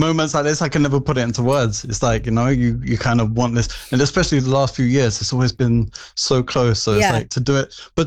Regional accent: London, United Kingdom; So I am literally born and raised in Islington.

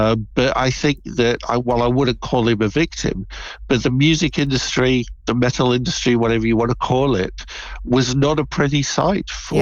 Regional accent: London, United Kingdom; I'm a Londoner myself

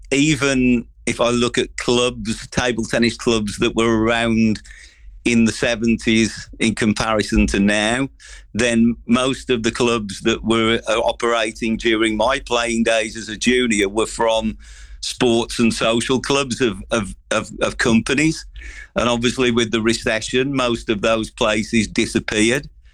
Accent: Walsall, West Midlands, United Kingdom; now in Stratford-upon-Avon area, United Kingdom; I'm originally from the West Midlands area in Warsaw, Wolverhampton area.

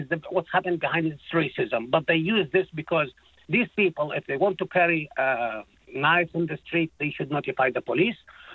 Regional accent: Iraq; moved away; Like in my culture, I come from Iraq.

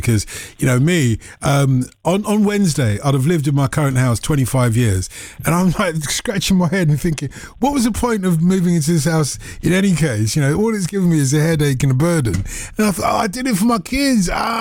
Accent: Nigeria; I'm Nigerian.

